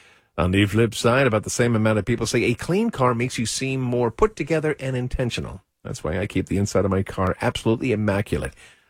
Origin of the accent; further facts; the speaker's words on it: Long Island, New York, United States; I'm from Long Island. Definitely not the country. It's about as country as a bowl of spaghetti.